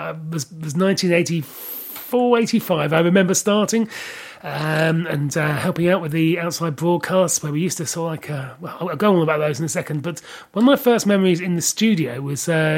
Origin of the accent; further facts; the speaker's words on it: Cheltenham, South West England, United Kingdom; my hometown of Cheltenham.